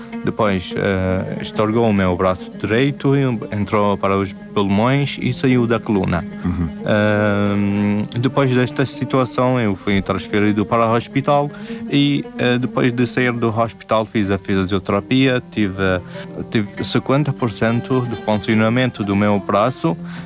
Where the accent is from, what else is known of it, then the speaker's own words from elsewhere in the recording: Iraq; moved away; Começo o meu processo no Iraque. Eu saí do Iraque por causa das duas situações que aconteceram na minha vida e na vida da minha família.